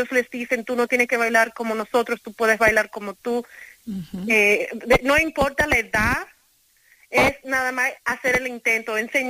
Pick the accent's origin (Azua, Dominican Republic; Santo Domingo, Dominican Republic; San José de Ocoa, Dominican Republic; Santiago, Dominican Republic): Santiago, Dominican Republic; Santiago de los Caballeros; moved away; also born or lived in New York; me crié en Santiago, en la República Dominicana, y para mí Santiago es muy significativo porque recuerda mucho de mi infancia, de siempre estar rodeada con nuestra comunidad